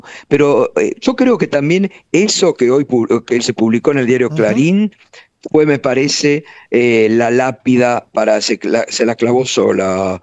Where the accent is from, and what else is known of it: Argentina